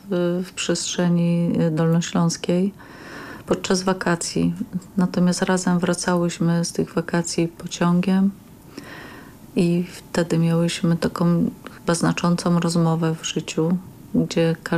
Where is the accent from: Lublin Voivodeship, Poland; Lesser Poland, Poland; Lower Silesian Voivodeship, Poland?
Lower Silesian Voivodeship, Poland; Nowa Ruda; born there; Urodziłam się w Nowej Rudzie w 1966 roku.